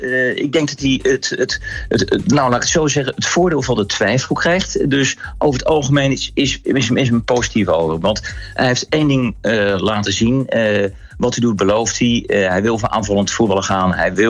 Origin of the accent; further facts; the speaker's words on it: South Holland, Netherlands; now in Eindhoven, Netherlands; Ik woon en werk al 28 jaar in Eindhoven. Dus ik heb het niet live meegemaakt. Eén keer op bezoek bij een vriendje vanuit het Rotterdamse, waar ik van origine kom.